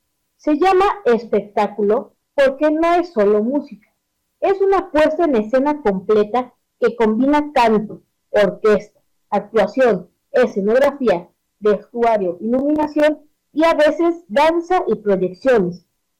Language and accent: Spanish; Mexico